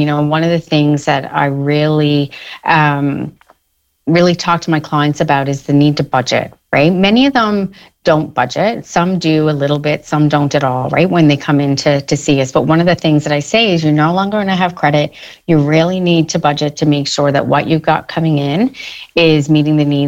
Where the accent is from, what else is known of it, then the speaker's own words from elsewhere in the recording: Newfoundland and Labrador, Canada; So as every Newfoundlander and Labradorian knows, we often find ourselves paying even more than other parts of the country.